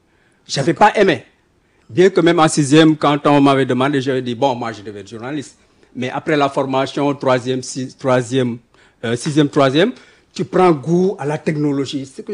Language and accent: French; Thiès, Senegal; Le primaire, c'était à Thiès.